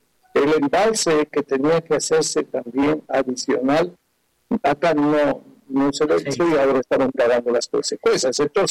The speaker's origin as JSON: {"language": "Spanish", "country": "Ecuador", "said": "para los ecuatorianos que somos latinoamericanos"}